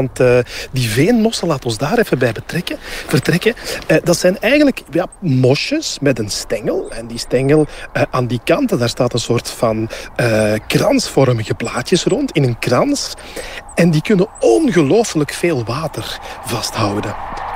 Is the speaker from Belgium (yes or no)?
yes; Flanders, Belgium; Dus ik ben op zoek gegaan naar restanten van veengebieden, ook gewoon bij ons in Vlaanderen. Want we hebben dat.